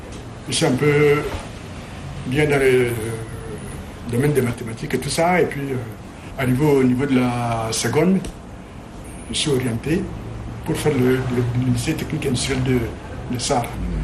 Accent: Romania; je suis étudiant, je viens de la Roumanie, j'ai mon diplôme, je suis un ingénieur.

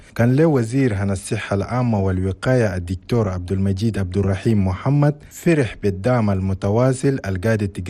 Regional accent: Chad; الكان ظهر في عدد من مناطق هنا بلدنا تشاد

